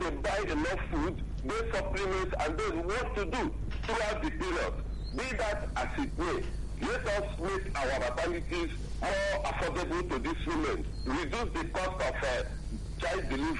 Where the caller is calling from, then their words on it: Owerri, Imo, Nigeria; I'm calling from Owerri in Imo State.